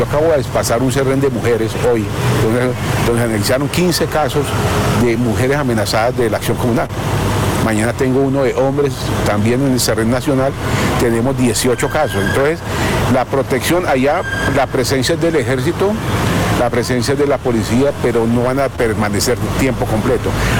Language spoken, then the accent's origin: Spanish; Cunday, Tolima, Colombia; pues yo soy desplazado de Cunday para acá, donde tenía la finca